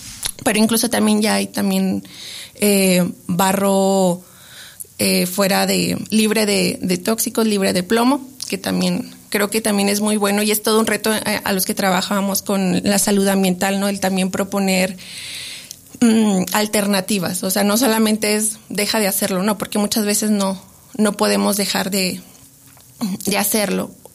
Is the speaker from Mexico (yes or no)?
yes; Mexico; como mexicanos y mexicanas, pues tenemos muy arraigado el...